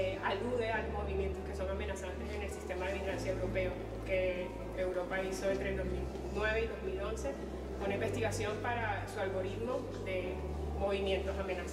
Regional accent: Cartagena, Bolívar, Colombia; moved away as an adult; also born or lived in Bogotá, Colombia; now in Madrid, Spain; soy de Colombia, Cartagena, Colombia

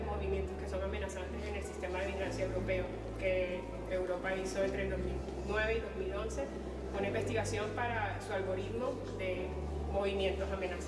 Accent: Colombia; soy de Colombia.

